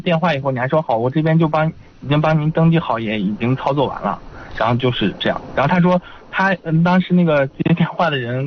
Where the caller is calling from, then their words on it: Houma, Shanxi, China; 我是侯马的。